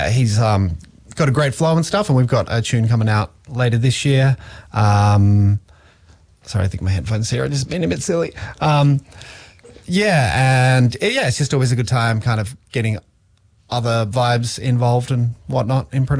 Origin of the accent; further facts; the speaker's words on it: Melbourne, Victoria, Australia; as a Australian artist and touring DJ